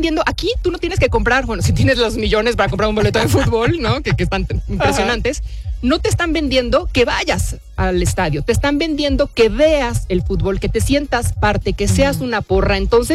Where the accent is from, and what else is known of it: Mexico